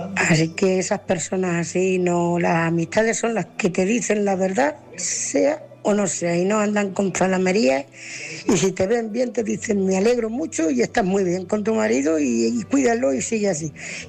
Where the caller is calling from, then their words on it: Ciudad Real, Castilla-La Mancha, Spain; Buenas noches, Álvaro. Buenas noches, oyentes. … de Ciudad Real.